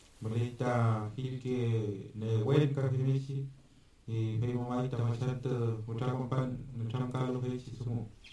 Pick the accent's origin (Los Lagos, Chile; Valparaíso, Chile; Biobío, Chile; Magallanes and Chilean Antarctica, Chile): Los Lagos, Chile; San Juan de la Costa; soy machi de San Juan de la Costa, Osorno.